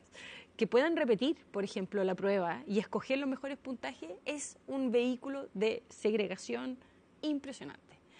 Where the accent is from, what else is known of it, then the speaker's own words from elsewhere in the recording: Chile; also born or lived in Silicon Valley, United States; now in Santiago, Chile; de provincia, no, sin ni un gran network.